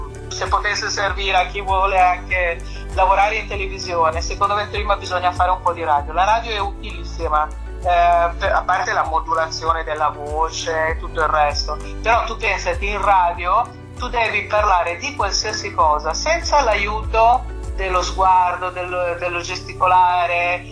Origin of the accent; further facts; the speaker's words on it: Treviso, Veneto, Italy; now in Milan, Italy; io sono una trevigiana o trevisana, come si dice doppia, sono a Milano